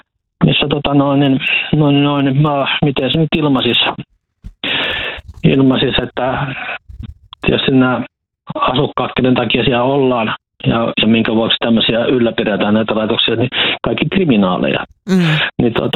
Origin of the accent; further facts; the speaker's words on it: Huittinen, Satakunta, Finland; Ja siis mä Huittisista sitä kotosi ja asuin nuoruuteni ja varhaisen aikuisuutenikin Huittisissa.